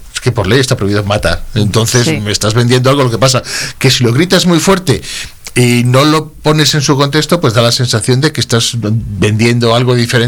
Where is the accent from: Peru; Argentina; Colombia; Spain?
Spain; Vallejo de Orbón, Castile and León; Bueno, en Vallejo de Orbón, que sí, es mi pueblo, pertenece al Ayuntamiento de Brañosera.